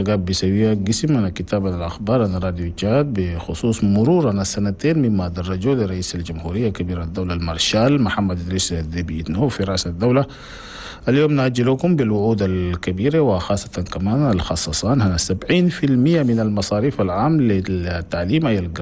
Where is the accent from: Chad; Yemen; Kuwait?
Chad